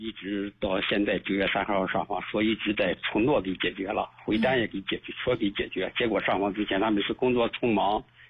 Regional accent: Xuzhou, Jiangsu, China; now in Xinjiang, China; 因为我在新疆做生意，不在咱们徐州老家当地。

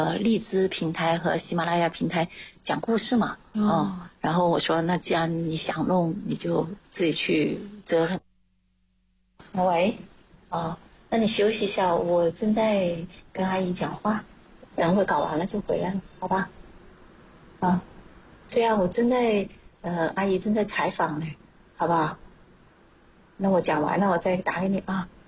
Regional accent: Hunan, China; moved away as an adult; now in Shenzhen, China; 我老家湖南的，因为是毕业了之后就直接来深圳了。当时是想的来深圳干2年就回去的，后来就在深圳安家落户了。就一直待在这里。

